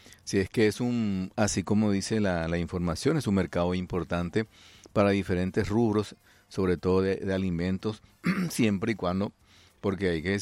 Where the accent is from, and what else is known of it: Paraguay